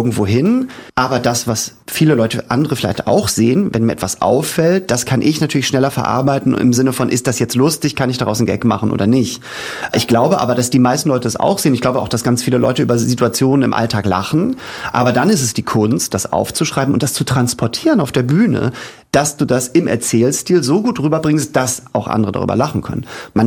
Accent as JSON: {"language": "German", "region": "Hamburg", "country": "Germany", "tie": "born there", "said": "Ja, ich bin Hamburger, geborener Hamburger."}